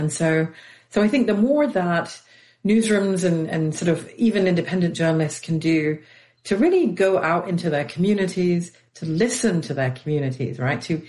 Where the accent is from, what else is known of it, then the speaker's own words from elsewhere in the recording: London, United Kingdom; I'm a big Arsenal fan, sorry, but born and raised in London.